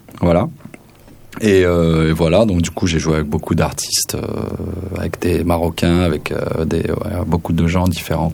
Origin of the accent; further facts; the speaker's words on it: Algeria; Moi, je suis franco-algérien. Du coup, j'ai grandi en Algérie et je suis né en Algérie. Donc, du coup, j'ai un métissage entre le jazz, la musique aussi locale de chez moi, maghrébine, nord-africaine, particulièrement algérienne.